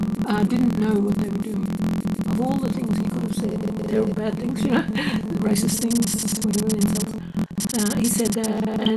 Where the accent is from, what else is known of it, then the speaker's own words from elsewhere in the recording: Australia; Well, I was born in Brisbane, but I grew up in the Melbourne Centre.